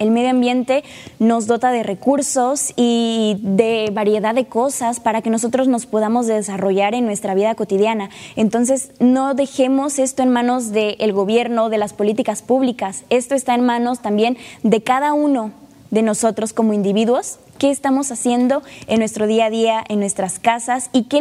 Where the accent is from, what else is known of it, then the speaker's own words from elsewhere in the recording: Tantoyuca, Veracruz, Mexico; Tantoyuca, mi pueblo, es muy diferente a la ciudad.